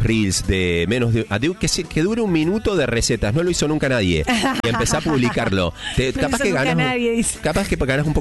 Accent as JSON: {"language": "Spanish", "country": "Argentina", "said": "Me lo traje como buen argentino"}